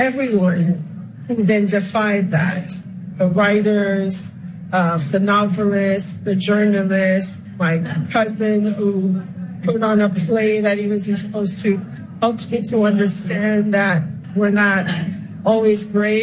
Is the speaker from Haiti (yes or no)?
yes; Haiti; I grew up in Haiti during a dictatorship.